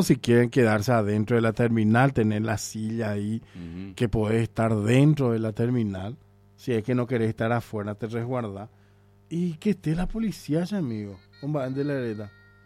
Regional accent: Paraguay

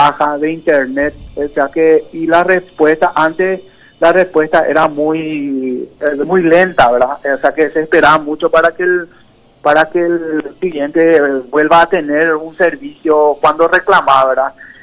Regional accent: Asunción, Paraguay; moved away; yo soy de Asunción, ¿verdad? Yo vine a asumir como jefe de la capital, yo soy, ¿verdad? Estoy hace 2 años

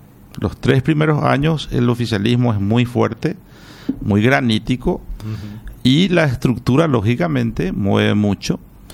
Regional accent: Coronel Oviedo, Caaguazú, Paraguay; nuestros municipios del Caguazú, donde soy oriundo, de Coronel Oviedo

